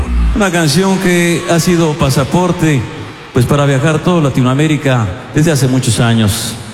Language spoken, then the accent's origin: Spanish; Michoacán, Mexico; moved away; arriba Michoacán, mi tierra allá.